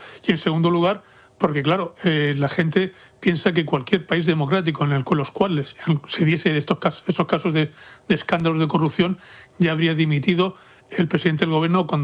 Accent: Spain; que somos españoles y seguimos la actualidad diaria de España

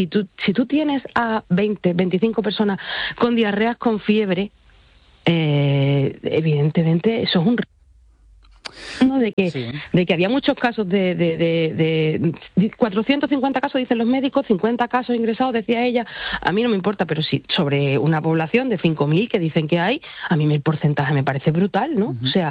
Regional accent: Ceuta, Spain

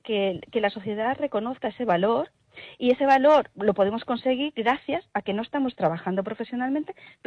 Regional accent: Spain

